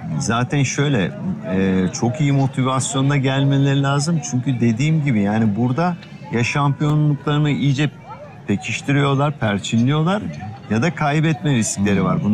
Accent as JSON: {"language": "Turkish", "region": "Artvin", "country": "Turkey", "said": "Ya ben Artvinliyim, ben böyle bir yer bilmiyorum dedim Sayın Valim."}